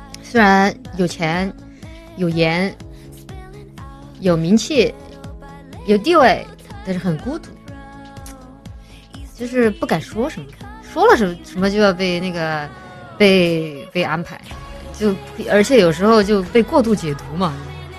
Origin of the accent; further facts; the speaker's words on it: Chongqing, China; 我们重庆人好像都挺喜欢吃面的